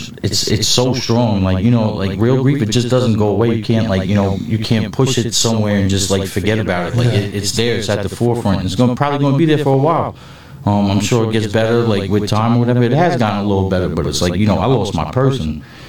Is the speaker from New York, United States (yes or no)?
yes; Coram, New York, United States; I'm from Corum, I'm from Shout the Rock, I'm from Middle Island, I'm from Artist Lake, I'm that whole area, that's me.